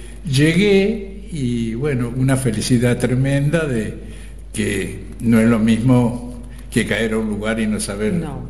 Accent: Argentina; moved away as an adult; tenía que viajar, tenía que irme de Argentina.

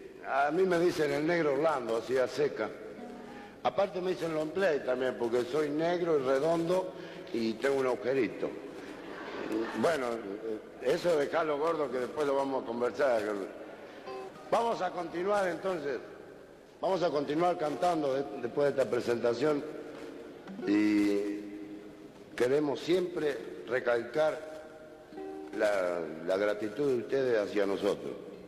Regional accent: Luján, Buenos Aires Province, Argentina; porque nosotros somos criados, nacidos y criados en Luján.

